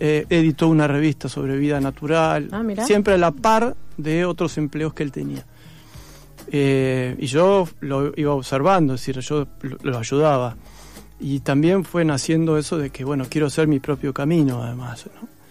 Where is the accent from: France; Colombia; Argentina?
Argentina; Trelew, Chubut; now in Buenos Aires, Argentina; Sí, yo soy de Trelew.